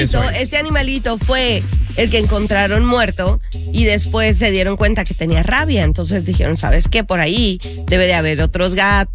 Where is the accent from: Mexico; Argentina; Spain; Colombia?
Mexico; Chihuahua; born there; moved away; cuando era niña o cuando vivía en Chihuahua